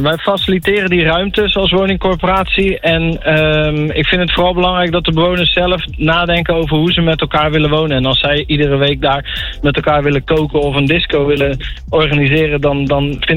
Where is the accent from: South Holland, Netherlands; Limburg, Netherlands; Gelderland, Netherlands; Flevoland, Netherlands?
South Holland, Netherlands; Rotterdam; het is wel tof gewoon als Rotterdammer ook om dit te mogen aanschouwen.